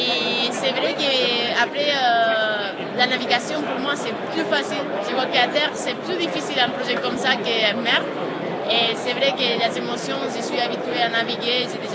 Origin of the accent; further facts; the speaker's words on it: Majorca, Balearic Islands, Spain; French is a second language; moved away as an adult; now in France; Je suis espagnole, de Majorque.